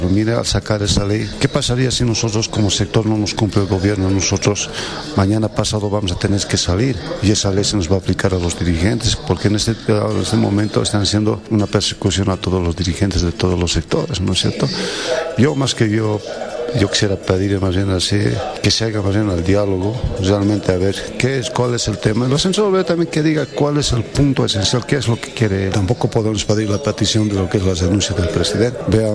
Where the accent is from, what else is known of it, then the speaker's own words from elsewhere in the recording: Bolivia; todos somos bolivianos